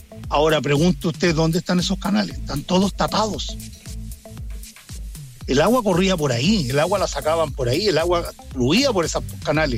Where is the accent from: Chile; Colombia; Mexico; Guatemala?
Chile; Santiago, Santiago Metropolitan Region; Yo me crié en Santiago desde los 4 años.